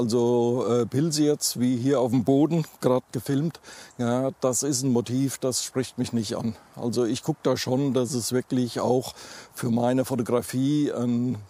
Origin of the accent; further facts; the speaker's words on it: Dresden, Saxony, Germany; Genau, wir kommen aus Dresden.